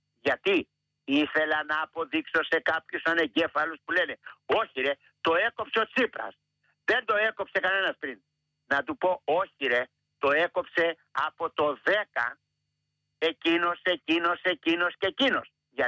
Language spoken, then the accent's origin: Greek; Kalavryta, Peloponnese, Greece; γιατί κατάγομαι από Πελοπόννησο, Μανώλη, και από Καλάβρητα, Μανώλη